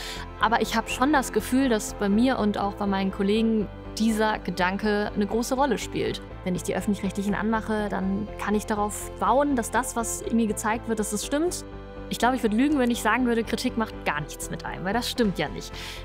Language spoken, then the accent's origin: German; Essen, North Rhine-Westphalia, Germany; ich komme aus Essen, bin Kind aus dem Ruhrgebiet und Journalistin beim WDR.